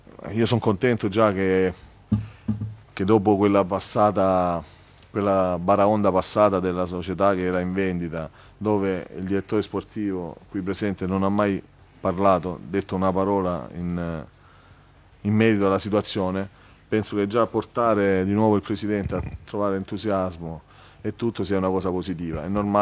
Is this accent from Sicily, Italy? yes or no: no; Lecce, Apulia, Italy; Io sono di Lecce